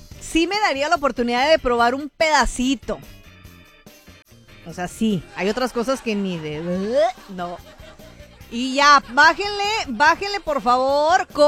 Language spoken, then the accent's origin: Spanish; Mexico; ¡No, hombre, que somos mexicanos!